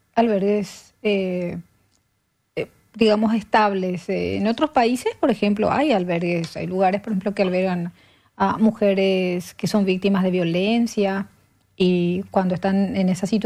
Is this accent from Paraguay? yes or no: yes; Paraguay